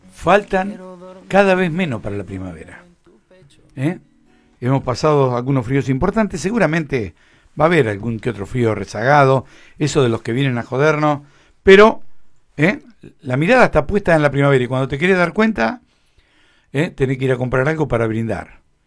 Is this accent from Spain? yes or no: no; Bahía Blanca, Buenos Aires Province, Argentina; yo pertenezco al puerto. Yo soy nacido y criado en el puerto, en Ingeniero Guay.